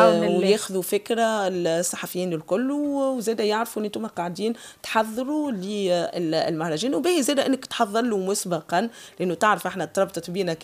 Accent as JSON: {"language": "Arabic", "country": "Tunisia"}